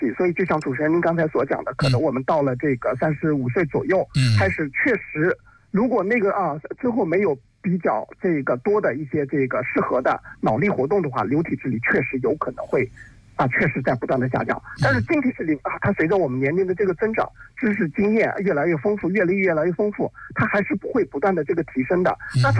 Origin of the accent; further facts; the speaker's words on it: China; 我们中国人讲的这个家有一老如有一宝